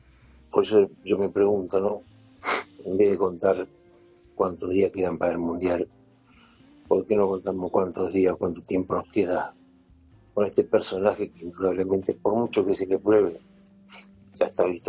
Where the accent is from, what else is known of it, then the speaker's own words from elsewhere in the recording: Mar del Plata, Buenos Aires Province, Argentina; Yo soy acá de Mar del Plata, no se nota como en Buenos Aires, ¿no?